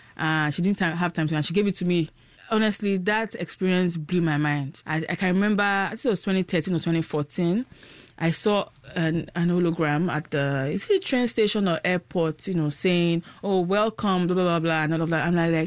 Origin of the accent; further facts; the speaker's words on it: Ibadan, Oyo, Nigeria; Like, I grew up in Ibadan. I wasn't used to that hard life, but I had to, use that mode of transportation if I wanted to get from point A to point B.